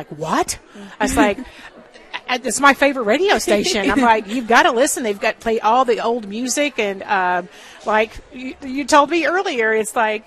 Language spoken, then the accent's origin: English; Mesquite, Texas, United States; I grew up in Mesquite, and I graduated from North Mesquite many, many years ago